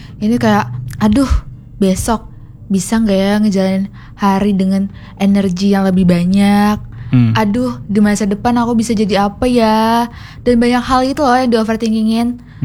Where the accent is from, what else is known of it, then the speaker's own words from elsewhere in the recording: Ngabang, West Kalimantan, Indonesia; moved away as an adult; now in Pontianak, Indonesia; Dari Ngabang asal aku.